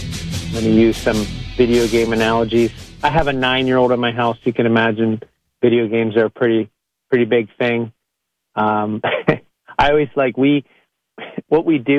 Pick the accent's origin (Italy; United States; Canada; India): Canada; Ontario; I grew up on the St. Lawrence River, small town in Eastern Ontario, Canada, kind of near the Thousand Islands, about 50 miles east of the Thousand Islands. St. Lawrence River, very beautiful, very scenic. And our town had this really nice dock area.